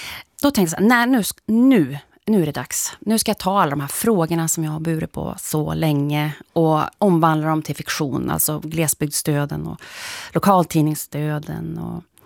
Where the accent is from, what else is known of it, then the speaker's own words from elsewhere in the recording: Krokom, Jämtland County, Sweden; also born or lived in Umeå / Sävar; Då hamnade vi i Krokom, och det är alltså utanför Östersund.